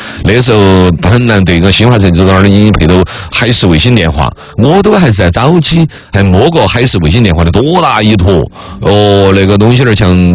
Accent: China

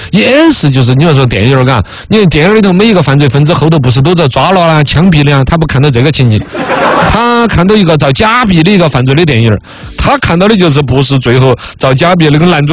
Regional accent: Sichuan, China

